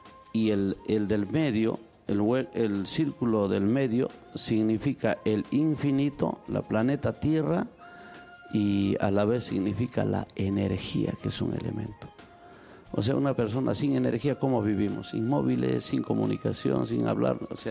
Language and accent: Spanish; Peru; a todo mi Perú adorado, que yo soy más peruano que la papa, así que de peruano de todo corazón acá.